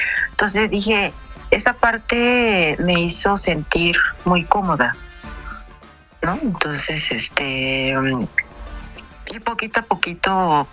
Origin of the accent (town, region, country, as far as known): Japan; born or raised there; Spanish is a second language; moved away as an adult; now in Mexico